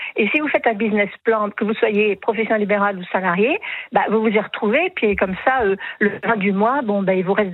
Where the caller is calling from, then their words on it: Paris, Île-de-France, France; Paris. pas très loin de chez vous.